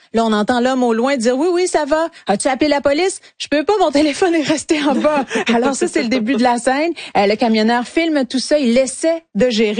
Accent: Lac-Saint-Jean, Quebec, Canada; j'ai grandi au Lac-Saint-Jean.

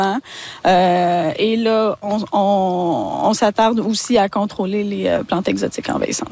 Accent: Lévis, Quebec, Canada; moved away as an adult; now in Saint-Michel-de-Bellechasse, Canada; Je suis originaire de Lévis, plus du coin de Saint-Nicolas.

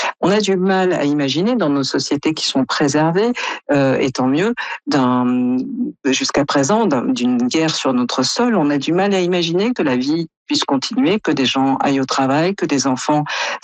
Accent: France

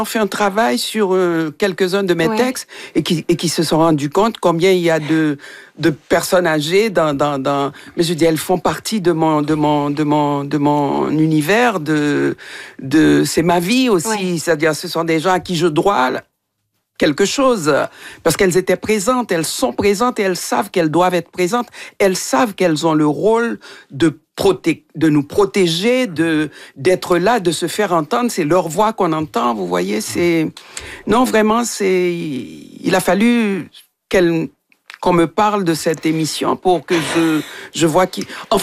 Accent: Haiti; moved away; Ça fait longtemps que j'ai quitté Haïti.

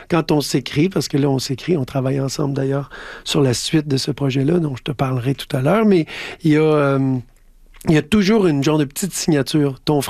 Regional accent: Quebec, Canada; born there; moved away; moi, je suis né sur la Côte-Nord à cette île, puis j'ai quitté mon patelin pour venir vivre ma vie de musicien.

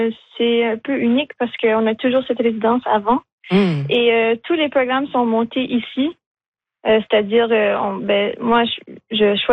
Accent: Edmundston, New Brunswick, Canada; born there; moi je suis née à Edmundston, mais j'ai pas toujours été là, j'ai déménagé et donc je suis toujours ancrée ici.

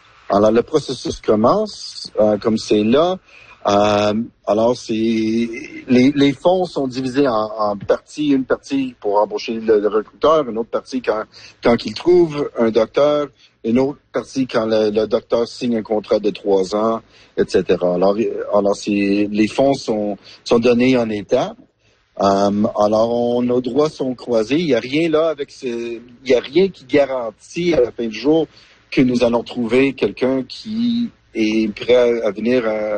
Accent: Alberta, Canada; comme Quadra, moi je viens de l'Alberta.

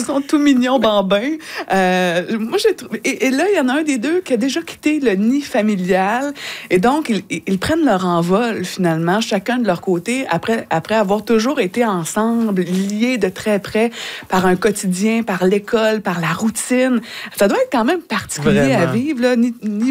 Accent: Quebec, Canada; Oui, je viens de Mauricie, mais il y a des histoires là.

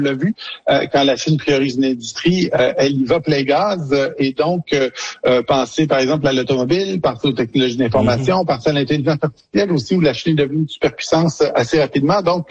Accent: Canada

